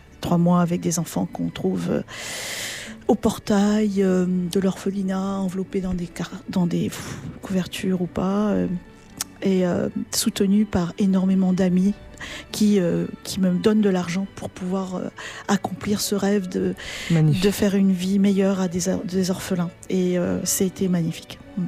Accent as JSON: {"language": "French", "country": "New Caledonia", "tie": "born there", "said": "rendre à mon pays d'origine la chance que j'ai eue de naître en Nouvelle-Calédonie."}